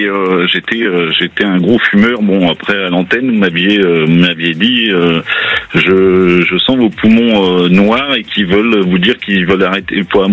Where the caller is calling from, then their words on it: Île-de-France, France; J'appelle de l'Essonne.